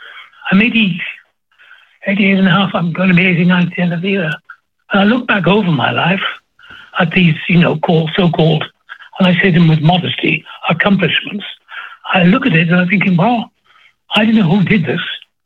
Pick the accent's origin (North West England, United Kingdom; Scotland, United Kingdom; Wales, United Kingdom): Wales, United Kingdom; now in United States; I'm Welsh, and that's it.